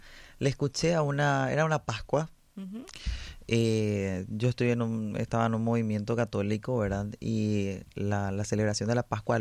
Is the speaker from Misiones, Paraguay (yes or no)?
no; Asunción, Paraguay; yo soy de Asunción. Toda mi vida viví en Asunción, nací en Asunción.